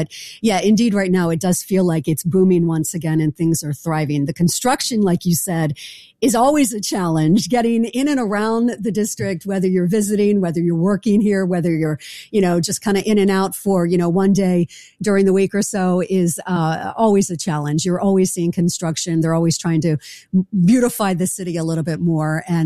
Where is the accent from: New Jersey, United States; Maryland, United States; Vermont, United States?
Maryland, United States; I grew up in Maryland and have always lived in either the D.C. area or Maryland.